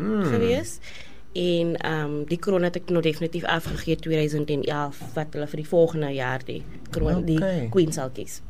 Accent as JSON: {"language": "Afrikaans", "town": "George", "region": "Western Cape", "country": "South Africa", "moved": "yes"}